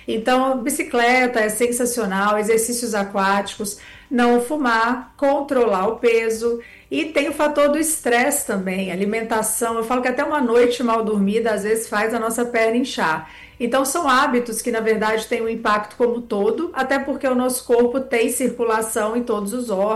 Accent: Minas Gerais, Brazil; moved away; eu sou de Minas, lá a gente fala que o gato sobe no telhado.

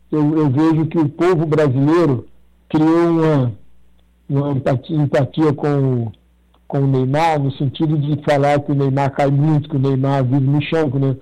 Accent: Ceará, Brazil; eu, como cearense e bairrista como eu sou

